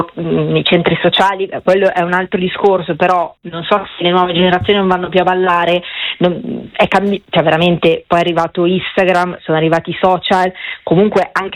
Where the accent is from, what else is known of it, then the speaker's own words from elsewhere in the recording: Milan, Lombardy, Italy; No, io sono di Milano da 2 generazioni.